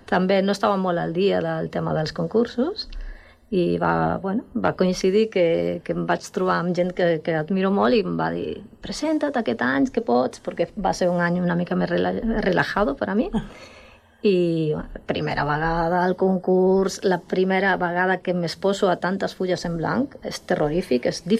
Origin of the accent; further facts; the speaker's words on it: Galicia, Spain; Catalan is a second language; moved away as an adult; now in Catalonia, Spain; Començaré dient que sóc gallega